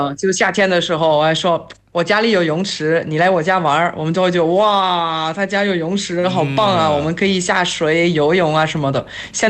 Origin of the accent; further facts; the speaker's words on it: France; 我是来自法国的